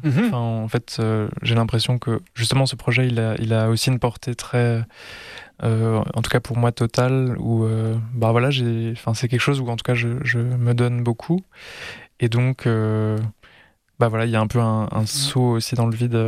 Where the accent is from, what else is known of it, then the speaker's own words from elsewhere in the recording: Switzerland; On est suisse.